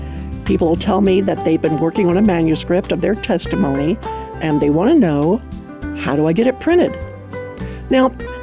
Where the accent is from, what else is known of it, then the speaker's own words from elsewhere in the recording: Baltimore, Maryland, United States; My artwork caught the attention of a local TV station in my hometown of Baltimore.